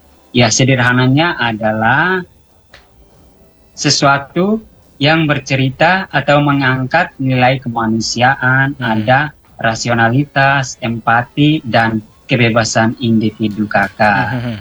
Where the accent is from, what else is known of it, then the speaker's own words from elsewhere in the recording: Kefamenanu, East Nusa Tenggara, Indonesia; now in Jakarta, Indonesia; Saya aslinya orang Kepa.